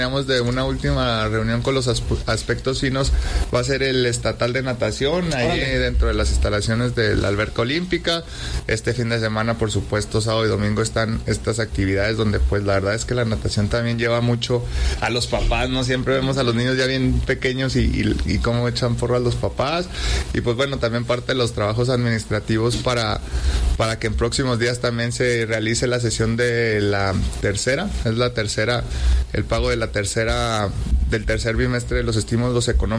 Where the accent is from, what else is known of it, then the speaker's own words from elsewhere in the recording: Mexico; como mexicanos nos pintamos solos para estos espacios